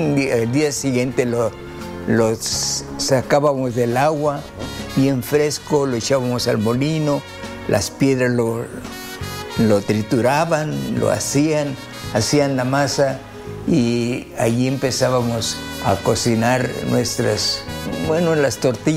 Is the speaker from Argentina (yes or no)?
no; Mayo region, Mexico; Allá en el área donde vivían los indios mayos, de donde yo vengo